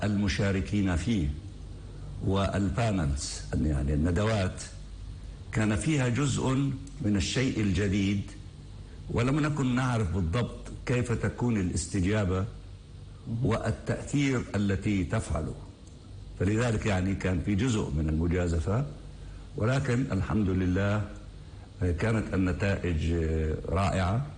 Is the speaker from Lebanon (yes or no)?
no; Palestine; ولكن أكدنا بطبيعة الحال أنه نحن لسنا أنانيين كفلسطينيين